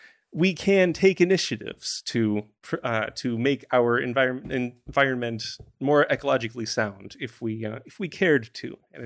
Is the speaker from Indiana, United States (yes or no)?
no; New York, United States; but in my home state of New York, the Phragmites are another invasive species